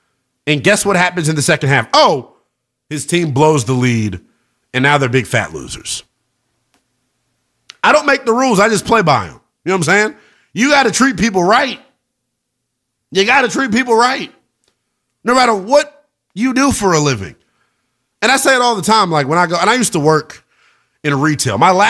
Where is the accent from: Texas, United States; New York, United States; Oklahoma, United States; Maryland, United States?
Maryland, United States; We're both from Maryland, I'm pretty sure.